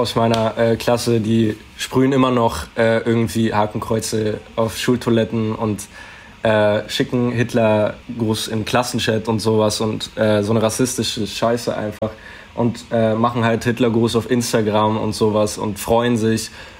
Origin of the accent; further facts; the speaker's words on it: Wittenberg, Saxony-Anhalt, Germany; Und vor allem dann merke ich das halt, wenn ich länger weg war und dann würde ich schon sagen, also ich habe Wittenberg als Heimatort.